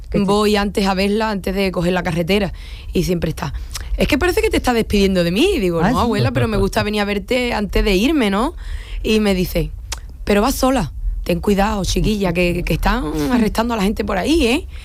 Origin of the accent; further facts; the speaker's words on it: Isla Cristina, Andalusia, Spain; por mi tierra, ¿no? Por Isla Cristina, la parte de la Antilla